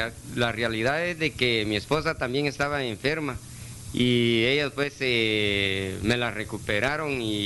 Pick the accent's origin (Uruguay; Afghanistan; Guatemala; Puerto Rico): Guatemala; Santa Rosa de Lima, Santa Rosa; now in Guatemala City, Guatemala; Yo soy nativo, digamos, de Santa Rosa de Lima, vivo en la colonia Maya, zona 18.